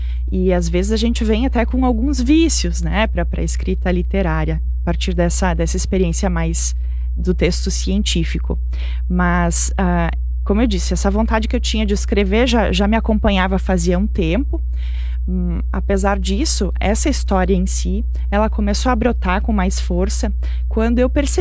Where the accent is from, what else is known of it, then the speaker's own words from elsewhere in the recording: Nova Bassano, Rio Grande do Sul, Brazil; moved away as an adult; now in Nova Prata, Brazil; Eu sou natural de Nova Bassano, então minha família mora ainda em Nova Bassano. Moro aqui em Nova Prata já faz quase 20 anos.